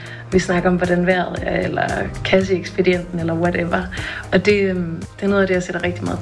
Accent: Central Denmark Region, Denmark; now in Copenhagen, Denmark; jeg kommer fra Midtvestjylland, et sted, hvor man er rigtig god til at smalltalk med hinanden.

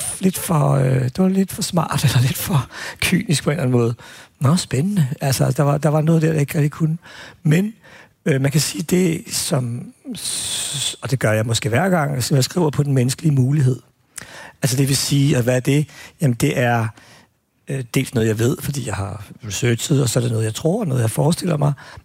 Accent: Albertslund, Capital Region of Denmark, Denmark; jeg voksede op i Appelslund, hvor vi havde to fængsler.

